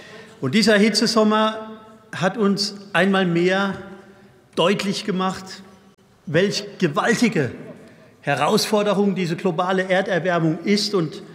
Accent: Rhineland-Palatinate, Germany; Wir haben in Rheinland-Pfalz, wo ich herkomme, vor 20 Jahren im Landtag eine Enquete-Kommission zu den Folgen des Klimawandels ins Leben gerufen.

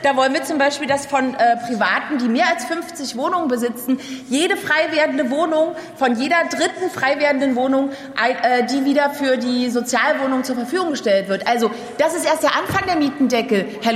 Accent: Berlin, Germany; Als Berlinerin bin ich da natürlich leidgeprüft.

